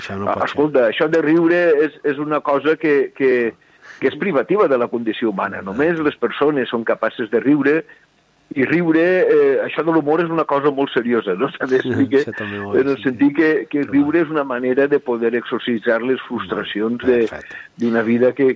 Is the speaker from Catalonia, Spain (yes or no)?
no; Altea, Valencian Community, Spain; com a animal que viu a cavall entre Altea, que mon pare és d'Altea, jo soc d'Altea, m'he criat així